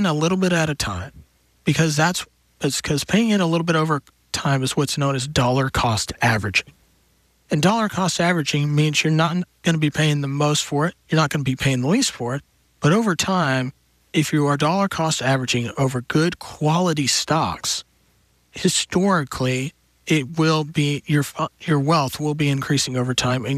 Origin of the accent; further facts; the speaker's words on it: Texas, United States; me growing up in Texas, that was part of our lifestyle